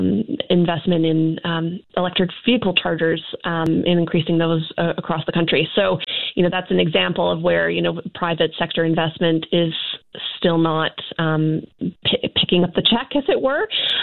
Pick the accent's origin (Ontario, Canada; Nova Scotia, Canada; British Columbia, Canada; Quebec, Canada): British Columbia, Canada; as British Columbians, a lot of us are looking forward to the jobs that this is going to generate.